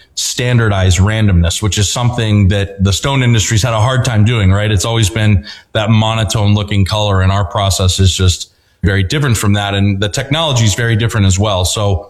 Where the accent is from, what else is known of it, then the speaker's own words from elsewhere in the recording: Mid-Atlantic, United States; We're from the Mid-Atlantic.